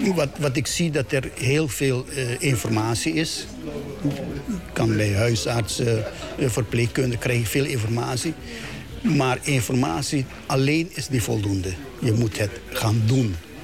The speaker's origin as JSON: {"language": "Dutch", "country": "Suriname", "said": "als Surinamers."}